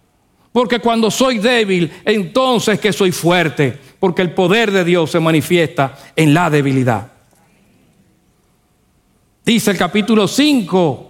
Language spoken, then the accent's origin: Spanish; Dominican Republic; Somos dominicanos.